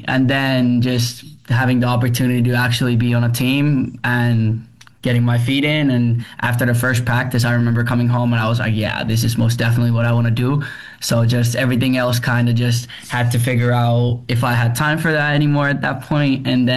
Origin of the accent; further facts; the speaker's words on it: Tampere, Pirkanmaa, Finland; moved away as an adult; also born or lived in Helsinki; now in Saint Paul, United States; I played all throughout, I think, U17 in Tampere, which is my hometown team, Tampere Saints.